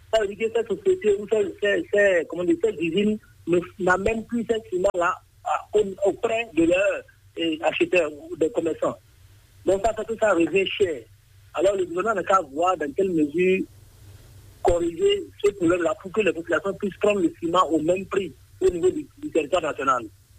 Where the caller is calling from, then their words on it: Kandi, Alibori, Benin; Je vous appelle depuis Candy dans la Libourie.